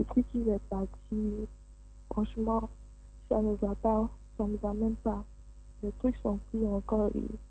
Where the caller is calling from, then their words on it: Abidjan, Côte d’Ivoire; J'appelle d'Abobo